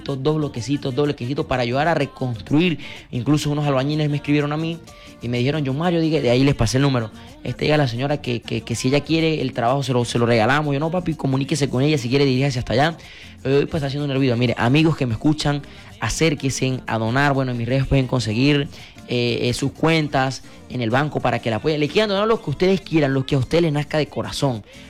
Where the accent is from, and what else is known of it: Venezuela